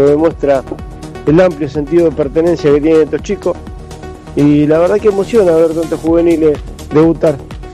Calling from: Buenos Aires, Argentina; de Buenos Aires.

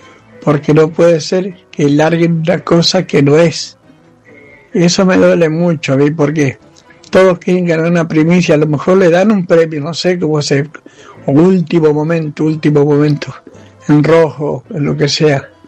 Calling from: Argentina; de Alto de Noguera.

